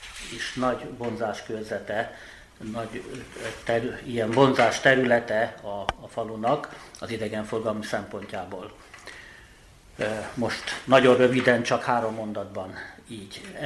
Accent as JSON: {"language": "Hungarian", "town": "Páty", "region": "Pest", "country": "Hungary", "tie": "born or raised there", "also_born_or_lived": "Budapest", "said": "70 éve születtem a János Kórházban Budapesten. Édesanyám ide hozott vissza Pártyra, a községbe, és itt élünk ugyanúgy 70 éve. A szüleim, nagyszüleim mind-mind pártyiak, azt mondhatnám, hogy törzsgyökeres pártyinak ismernek minket, meg engem is."}